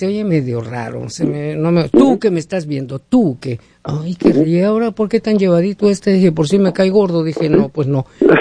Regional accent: Mexico City, Mexico; now in Seattle, United States; mi ciudad natal de México

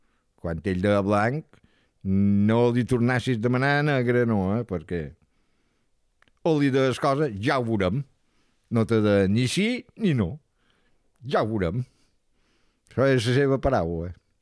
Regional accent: Es Mercadal, Balearic Islands, Spain; born there; Vaig néixer a Sant Jordi, terme de Mercadal. Vaig néixer dia 17 del 10 del 43.

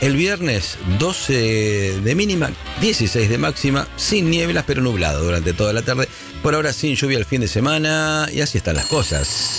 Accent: Balcarce, Buenos Aires Province, Argentina

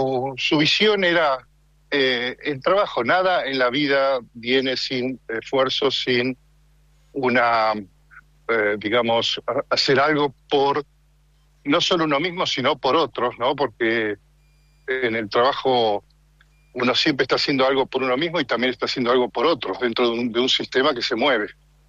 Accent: El Talar, Buenos Aires Province, Argentina; moved away as an adult; also born or lived in Italy; Yo soy de zona norte de Gran Buenos Aires, sí. Específicamente soy del Talar, que está al lado de General Pacheco.

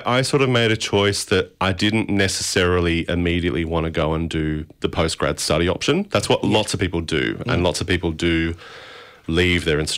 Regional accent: Perth, Western Australia, Australia; I developed a career in my hometown of Perth and in WA

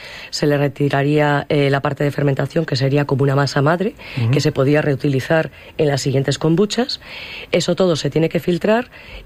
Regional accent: Castile and León, Spain; yo soy berciana y tengo interés interés porque mi tierra florezca y tira para arriba.

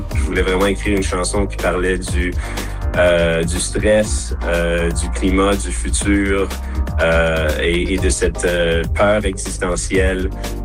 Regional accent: Longueuil, Quebec, Canada; Ma famille, ils sont Françaisois de la Saskatchewan. Moi, j'ai grandi à Longueuil, mais j'ai des racines très fortes en Saskatchewan.

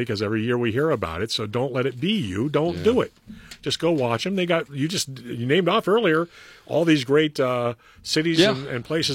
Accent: United States; I'm American.

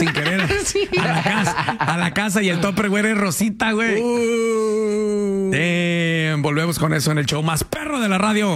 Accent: Mexico; Pero como buenos mexicanos, yo no sé si buenos mexicanos o es parte de la cultura latina

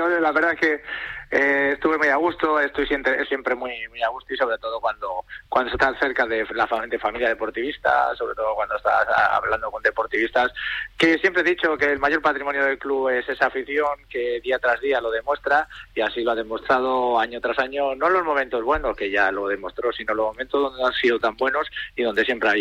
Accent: Madrid, Community of Madrid, Spain; now in A Coruña, Spain; creo que soy más coruñés que madrileño ahora, por el tiempo que llevo ya en la ciudad

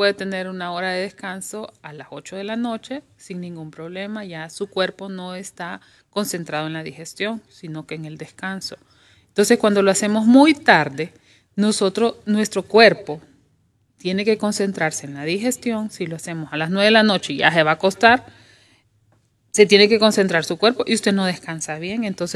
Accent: Honduras; Y nosotros somos, los hondureños somos de sabores dulces, más de sabores dulces.

